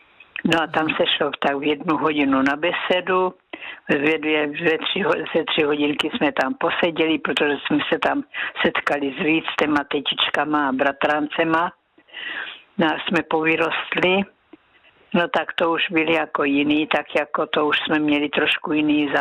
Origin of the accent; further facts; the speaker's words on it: Násedlovice, South Moravian Region, Czechia; now in Brno, Czechia; já jsem pocházím z Násedlovic